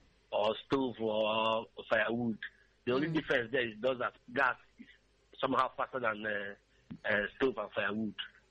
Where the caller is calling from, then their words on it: Aba, Abia, Nigeria; I'm calling from Abba.